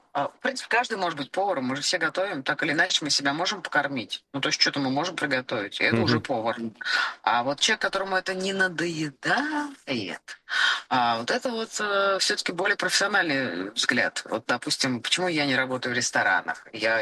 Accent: Moscow, Russia; как москвич

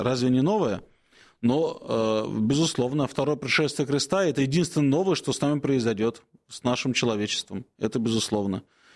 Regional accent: Moscow, Russia; как коренной москвич скажу

